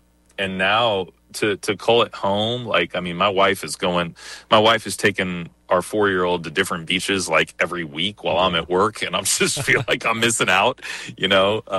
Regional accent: Centerburg, Ohio, United States; moved away as an adult; now in Tampa, United States; we grew up in Ohio

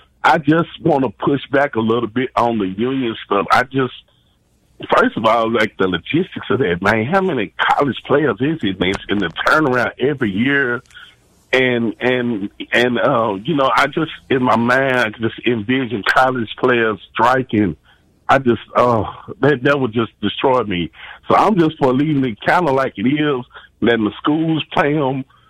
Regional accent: Tennessee, United States; I'm from the Mead in the North, right above Nashville.

